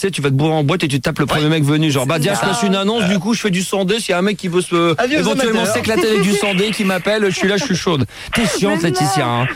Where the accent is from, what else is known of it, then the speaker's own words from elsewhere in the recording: Italy; Genre, je suis italienne, donc je dois être jalouse et possessive.